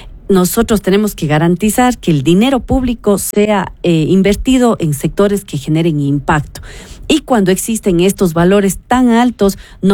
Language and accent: Spanish; Cuenca, Azuay, Ecuador